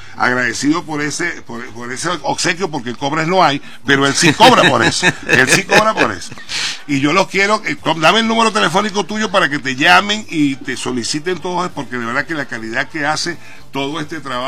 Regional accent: Venezuela; así somos los venezolanos, así somos todos los que vivimos en esta tierra mágica y hermosa de Venezuela.

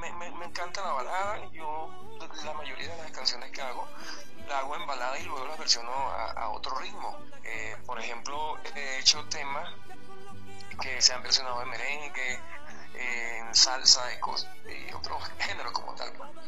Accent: Cumanacoa, Sucre, Venezuela; Ya a la edad de los 17 años, en mi pueblo, como Aracoa

